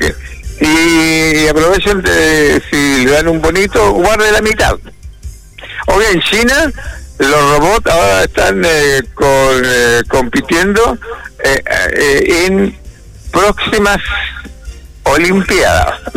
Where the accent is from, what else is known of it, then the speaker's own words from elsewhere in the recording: Tocopilla, Antofagasta, Chile; En mi tierra, yo nací ahí en Tocopilla, en el hospital Marcos Macuada, hace muchos años. Viví en la calle Mata y también viví en la calle Washington, frente a la residencial